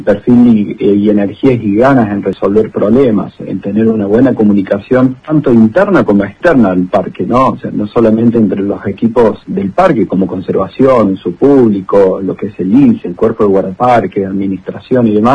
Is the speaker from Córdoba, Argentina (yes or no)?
yes; Córdoba, Argentina; born there; moved away as an adult; now in Chubut, Argentina; realidad nací en Córdoba Capital, ya hace del 2017 que yo vivo acá en Chubut.